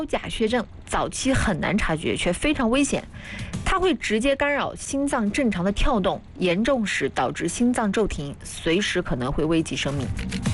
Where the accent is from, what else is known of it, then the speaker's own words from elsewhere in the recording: Anhui, China; 我们这边你也知道，我们安徽这边啥东西都红烧啊，干煸啊，炖的。